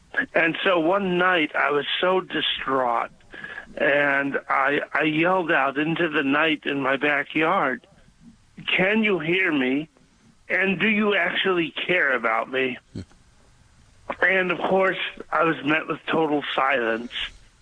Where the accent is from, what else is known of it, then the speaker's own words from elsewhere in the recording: Southern United States, United States; accent: Southern; But when I've called you in the past, I sound like a Southern guy.